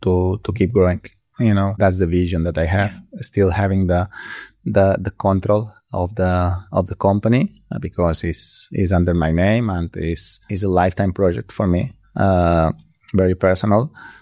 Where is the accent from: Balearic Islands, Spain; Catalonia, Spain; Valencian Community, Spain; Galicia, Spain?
Balearic Islands, Spain; Mallorca; we are from Mallorca. We are a small island. Well, not that small, but and we are from a village now.